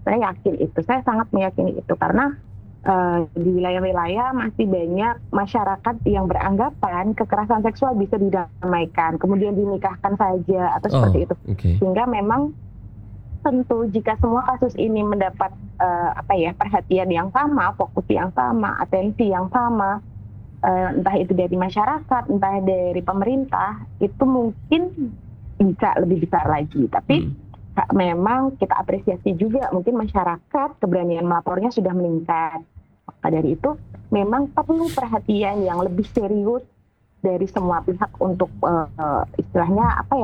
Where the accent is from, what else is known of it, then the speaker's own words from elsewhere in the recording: Wonogiri, Central Java, Indonesia; saya juga orang Wonogiri